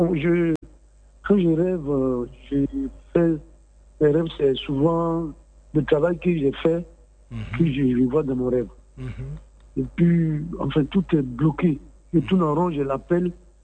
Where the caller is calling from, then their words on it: Abidjan, Côte d’Ivoire; je vous appelle d'Abobo.